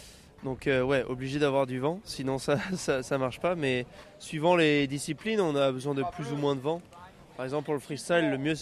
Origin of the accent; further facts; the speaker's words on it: La Baule, Pays de la Loire, France; Moi, je suis originaire du Pays de la Loire, de La Baule.